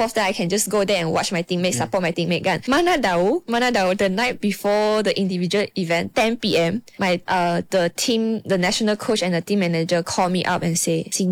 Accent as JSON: {"language": "English", "region": "Sarawak", "country": "Malaysia", "said": "I think maybe because I'm from Sarawak kot."}